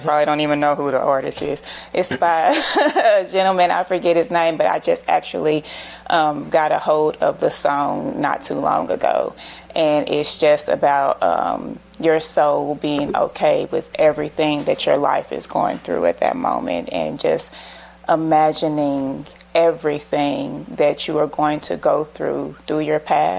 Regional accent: Kansas City, Kansas, United States; Oh, I was born here in the Dot, of course, on 37th Street, as some people used to call the Trey Block.

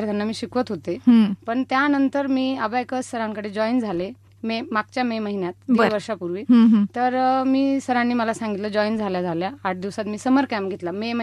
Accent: Wajirkhed, Maharashtra, India; now in Malegaon, India; मी मूळची मालेगाव पासून 6 किलोमीटरवर माझं माहेर आहे वजीरखेड म्हणून.

